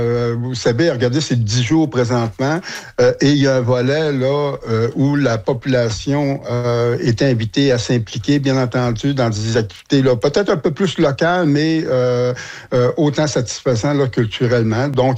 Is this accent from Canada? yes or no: yes; Mashteuiatsh, Quebec, Canada; chez nous en Meshtoria.